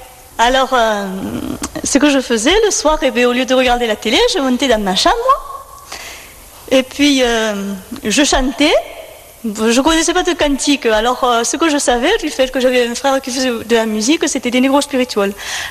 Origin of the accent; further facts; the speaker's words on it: Nîmes, Occitanie, France; je viens de Nîmes, j'y suis née et j'ai grandi 60 ans, dans une famille où il n'y avait pas une foi vivante, où disons Dieu existait vaguement.